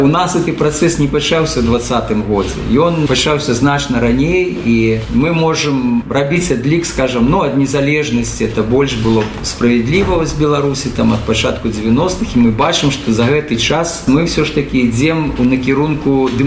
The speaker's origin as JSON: {"language": "Ukrainian", "country": "Belarus", "said": "І я сам з Білорусі недалеко, ну, в одрозні від вас, недавно."}